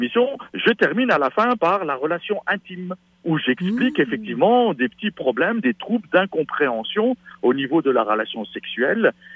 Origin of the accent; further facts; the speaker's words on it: Quebec, Canada; parce que tu peux entendre à mon accent que je suis québécois